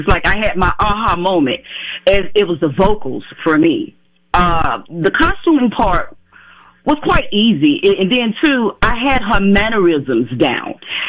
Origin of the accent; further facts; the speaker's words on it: Macon, Georgia, United States; I grew up in Macon, Georgia.